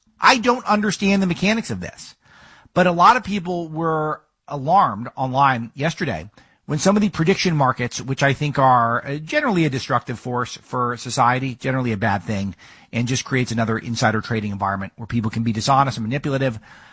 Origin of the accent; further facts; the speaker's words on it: California, United States; look no further than my home state of California, my home state of California